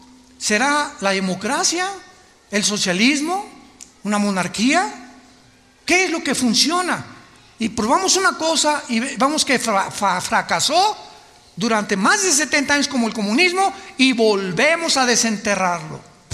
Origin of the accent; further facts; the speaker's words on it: Acapulco, Guerrero, Mexico; fui criado en Acapulco